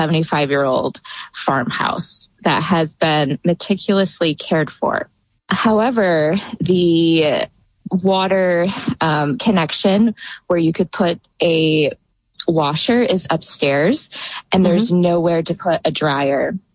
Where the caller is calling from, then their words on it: Skaneateles Falls, New York, United States; I'm calling from Skaneateles Atlas Falls, New York.